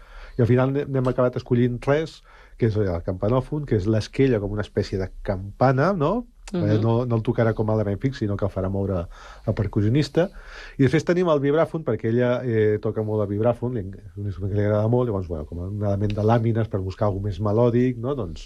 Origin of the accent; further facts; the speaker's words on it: Catalonia, Spain; born there; jo vinc d'una família de pagès, no? I soc nascut a Catalunya